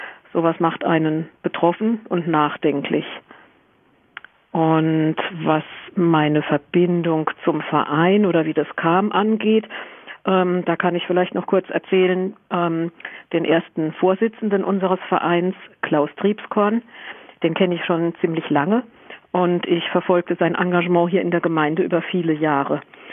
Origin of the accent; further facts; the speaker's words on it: Mannheim, Baden-Württemberg, Germany; now in Brühl, Germany; Ich stamme ursprünglich aus Mannheim.